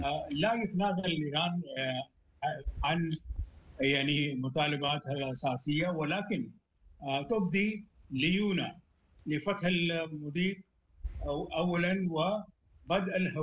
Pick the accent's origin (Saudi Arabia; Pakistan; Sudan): Pakistan